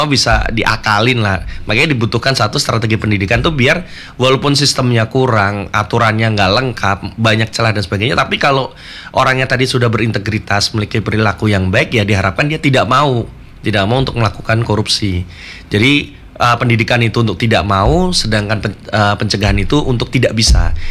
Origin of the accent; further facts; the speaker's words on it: Yogyakarta, Special Region of Yogyakarta, Indonesia; Oh, saya asli Jogja.